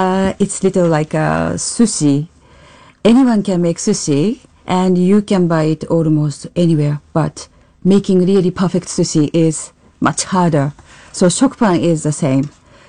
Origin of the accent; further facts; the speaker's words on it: Yokohama, Kanagawa, Japan; my hometown, Yokohama